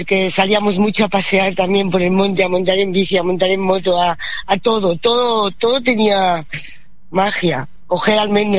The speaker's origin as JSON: {"language": "Spanish", "town": "Torrejón de Ardoz", "region": "Community of Madrid", "country": "Spain", "said": "En Torrejón, sí. Somos de allí. Mis hermanos están allí, sí."}